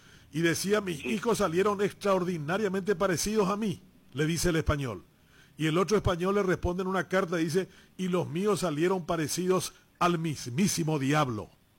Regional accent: Paraguay; Yo soy paraguayo, 4 o 5 generaciones por detrás de paraguayos. Y hablo perfectamente guaraní

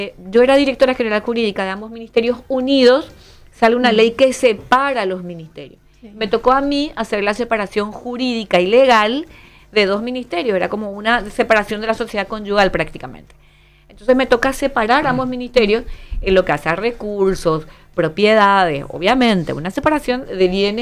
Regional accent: Paraguay; me defino como mujer paraguaya madre

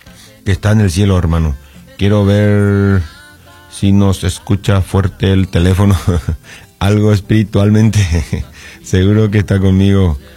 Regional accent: Paraguay; now in Marbella, Spain; que estoy llamando de Marbella. … soy paraguayo. Hace 26 años que estoy aquí

